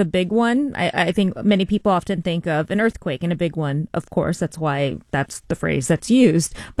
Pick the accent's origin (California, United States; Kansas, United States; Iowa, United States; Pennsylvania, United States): California, United States; I'm from Southern California, so I have.